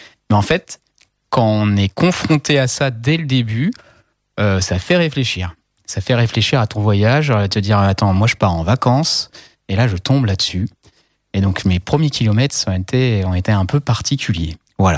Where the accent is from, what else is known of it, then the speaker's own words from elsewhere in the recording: Mont-Saint-Michel, Normandy, France; Moi, je suis originaire de Normandie, du Mont-Saint-Michel